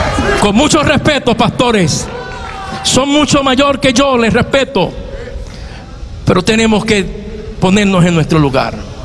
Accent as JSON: {"language": "Spanish", "country": "Puerto Rico", "said": "mi tierra, Puerto Rico."}